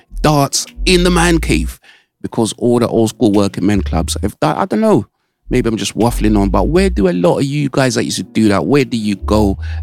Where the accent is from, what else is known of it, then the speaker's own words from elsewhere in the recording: United Kingdom; I grew up on Mile Road area. You must have gone John Bunyan. John Bunyan just like me.